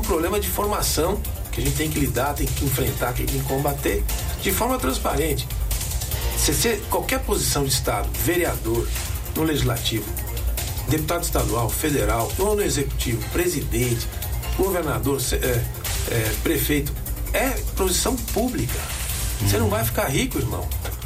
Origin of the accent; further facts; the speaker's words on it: São Paulo, Brazil; Nós somos paulistas.